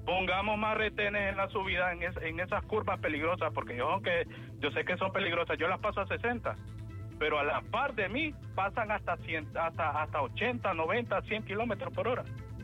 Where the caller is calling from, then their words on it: San Pedro Sula, Cortés, Honduras; yo soy de San Pedro Sula.